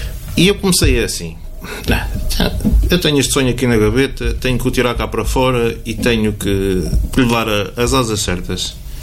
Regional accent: Vozela, Viseu, Portugal; Já não moro em Vozela, é verdade, mas estive em Vozela 30 anos. Cresci em Vozela, tenho os meus amigos em Vozela, tenho a família em Vozela.

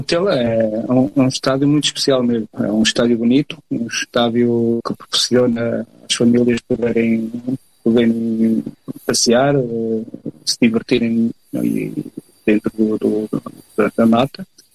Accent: Viseu, Centro, Portugal; born or raised there; also born or lived in Angola

